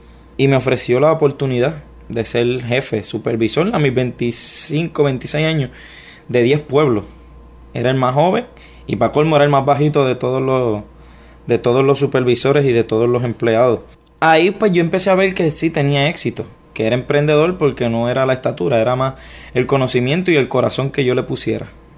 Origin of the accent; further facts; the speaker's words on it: Ponce, Puerto Rico; born there; Yo nací en Ponce, en Puerto Rico.